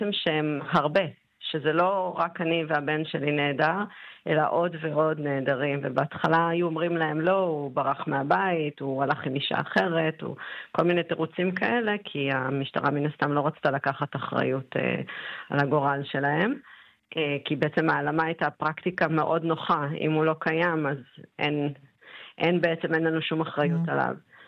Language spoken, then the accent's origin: Hebrew; Argentina; now in Israel; וכמוני שבעצם אני ישראלית, אבל אני גם מאוד ארגנטינאית בו זמנית.